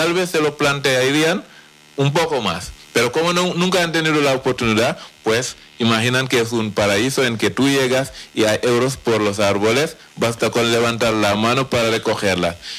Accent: Senegal; now in Spain; Finalmente, yo soy senegalés, he vivido aquí en Canarias

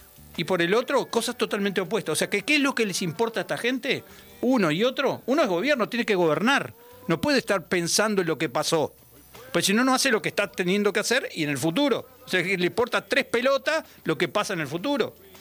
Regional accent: Uruguay; Somos todos uruguayos.

